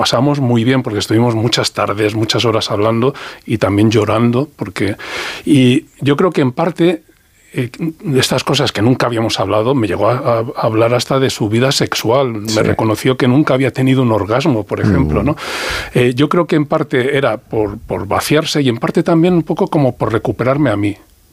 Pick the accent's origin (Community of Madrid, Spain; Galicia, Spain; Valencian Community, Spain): Community of Madrid, Spain; Madrid; born there